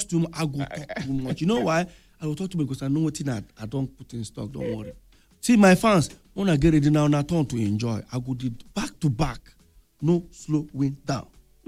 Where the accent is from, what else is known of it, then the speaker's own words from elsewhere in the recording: Nigeria; I'm Nigerian.